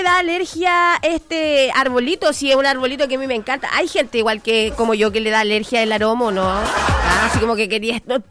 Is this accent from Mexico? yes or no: no; Calama, Antofagasta, Chile; born there; Cuando era chica pasaba en Calamá, arriba de un árbol de aromos